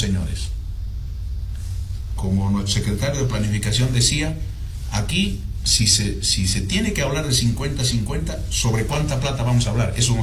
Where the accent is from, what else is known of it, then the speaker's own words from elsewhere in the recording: Bolivia; No siempre como gobernador, sino no aceptaría como un boliviano más.